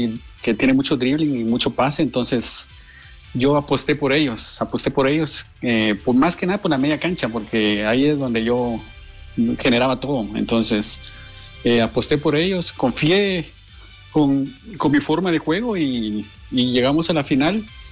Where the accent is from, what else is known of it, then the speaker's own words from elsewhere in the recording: Antigua Guatemala, Sacatepéquez, Guatemala; no soy de la capital, o sea, yo soy de Antigua, o sea, de Antigua Guatemala.